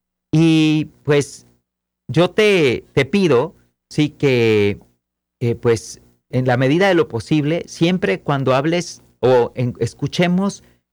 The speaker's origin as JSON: {"language": "Spanish", "country": "Mexico", "said": "como mexicanos, sabemos de esa bendición"}